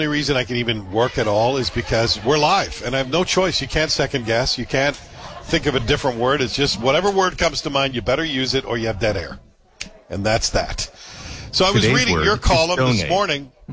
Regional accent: Scotland, United Kingdom; born there; moved away; I was born in Scotland?

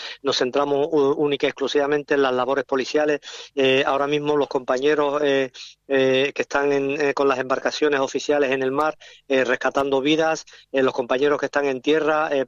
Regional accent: Ceuta, Spain; Yo como ciudadano, yo soy de aquí de Ceuta

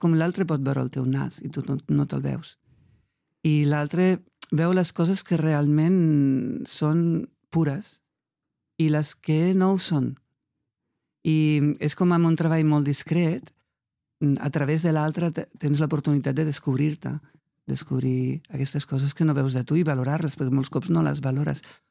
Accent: Catalonia, Spain; Jo soc, els meus orígens són del Pallars, me fascinen les pedres. I a part sóc d'una zona del Pallars on també hi ha gent d'universitats d'arreu del món a estudiar aquell terreny.

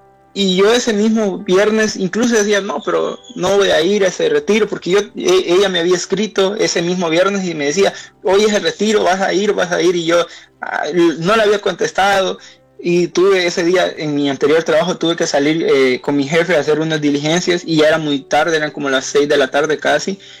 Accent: El Salvador; soy un joven del Salvador, tengo 27 años

